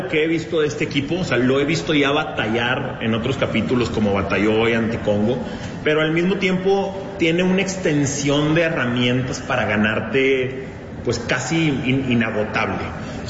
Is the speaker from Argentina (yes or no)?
no; Mexico; un surgimiento de un orgullo mexicano que a mí en mis 37 años de vida no me habí